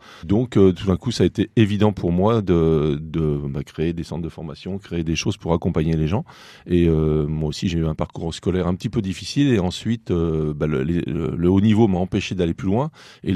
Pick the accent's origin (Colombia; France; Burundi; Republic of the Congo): France; Le Mans, Pays de la Loire; je viens des Ronceret, quartier un peu chaud